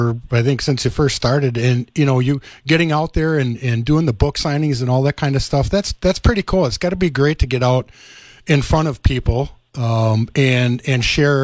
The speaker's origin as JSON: {"language": "English", "town": "Milwaukee", "region": "Wisconsin", "country": "United States", "tie": "born or raised there", "said": "my life growing up in Milwaukee along the Milwaukee River"}